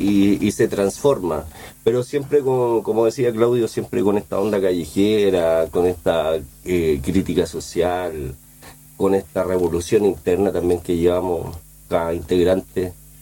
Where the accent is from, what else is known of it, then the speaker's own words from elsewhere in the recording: Santiago, Santiago Metropolitan Region, Chile; born there; also born or lived in Independencia / La Florida / Puente Alto / Maipú; mi orígenes están en La Pincoya, en la combatiente Pincoya, ahí al final de Recoleta. Después pasé por Independencia, después me fui a la Florida, después me fui a Puente Alto, Maipú